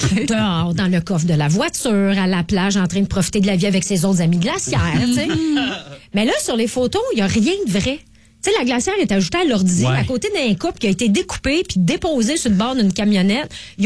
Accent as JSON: {"language": "French", "town": "Montreal", "region": "Quebec", "country": "Canada", "said": "je viens de Montréal"}